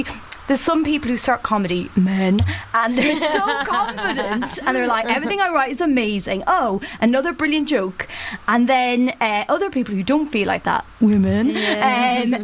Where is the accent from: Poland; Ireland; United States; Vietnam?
Ireland; now in London, United Kingdom